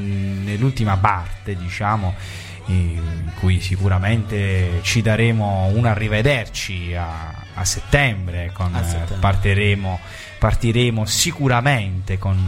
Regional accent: Apulia, Italy; Giovanni? Perché da noi in Puglia è molto sentita.

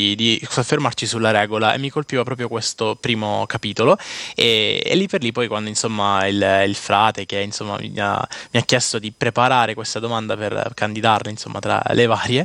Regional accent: Paternò, Sicily, Italy; vengo da Paternò

